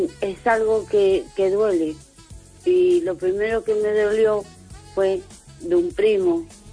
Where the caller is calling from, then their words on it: A Coruña, Galicia, Spain; de Coruña.